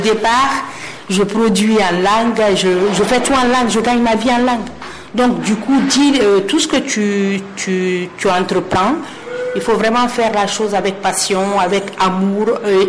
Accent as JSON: {"language": "French", "region": "Conakry", "country": "Guinea", "tie": "born or raised there", "first_language": "Mandinka", "second_language": "French", "said": "je suis née à Conakry, à Imbaya. J'ai grandi à Conakry, donc voilà, c'est pendant quelques vacances que je partais à l'intérieur du pays."}